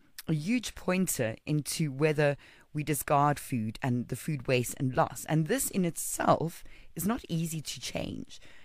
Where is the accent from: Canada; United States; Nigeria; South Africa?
South Africa